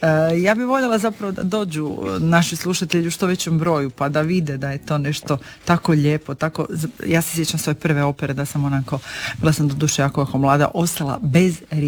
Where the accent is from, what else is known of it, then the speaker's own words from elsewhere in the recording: Istria County, Croatia; kod nas u Istri se vodimo onom da dicu treba navaditi na dobro dok su mali